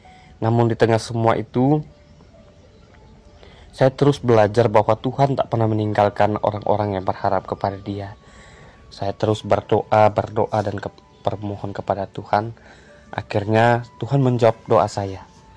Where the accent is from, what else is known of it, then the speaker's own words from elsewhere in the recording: Sembuakarot, North Kalimantan, Indonesia; Asal saya dari Kalimantan Utara, di Kabupaten Malinau, tepatnya di Desa Sembuakarot.